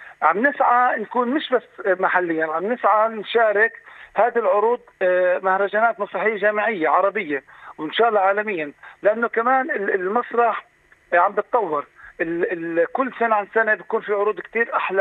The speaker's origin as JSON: {"language": "Arabic", "country": "Palestine", "said": "احنا كمسرحيين فلسطينيين"}